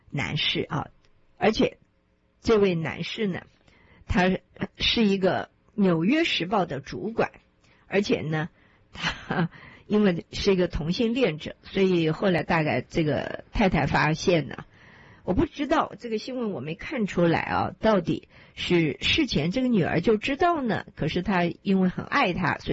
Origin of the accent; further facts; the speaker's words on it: China; 可是我们中国人呢就觉得